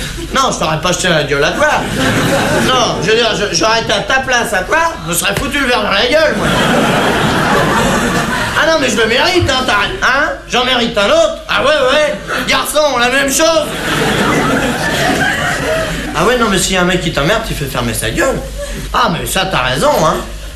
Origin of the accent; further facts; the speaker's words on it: France; Ouais, ben je suis bien blasé, hein, je suis français.